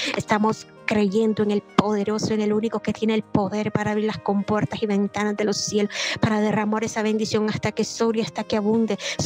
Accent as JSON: {"language": "Spanish", "country": "Nicaragua", "said": "Te saludo desde mi tierra de Lagos y Volcanes, Nicaragua."}